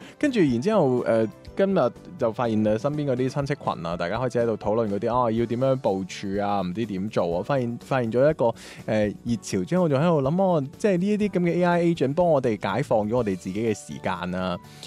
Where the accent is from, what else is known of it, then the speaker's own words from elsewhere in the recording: China; 我哋中國人冇乜鎖匙，